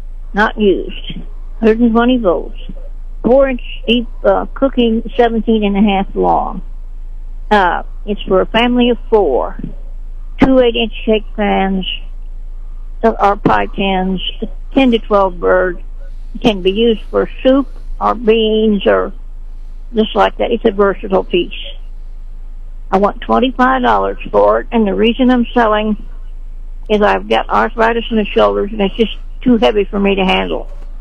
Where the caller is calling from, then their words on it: Sedalia, Missouri, United States; I'm coming from Sedalia.